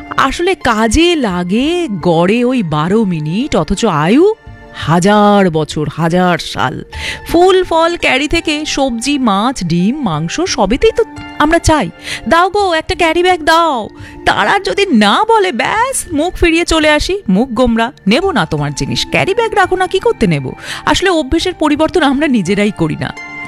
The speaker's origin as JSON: {"language": "Bangla", "country": "India", "said": "আমরা ভারতীয়"}